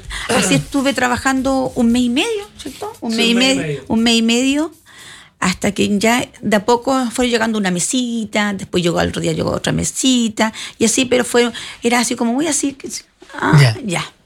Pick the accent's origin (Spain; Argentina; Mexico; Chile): Chile; Chiloé, Los Lagos; Yo soy chilota.